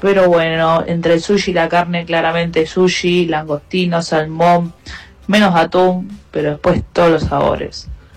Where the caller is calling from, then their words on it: Avellaneda, Buenos Aires Province, Argentina; Estamos acá en Avellaneda